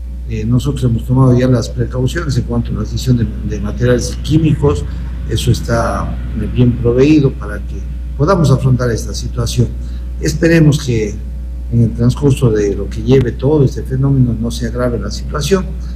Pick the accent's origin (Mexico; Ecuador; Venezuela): Ecuador; a Ecuador y a los ecuatorianos no nos gusta nada fácil, nos gusta lo bien complicado.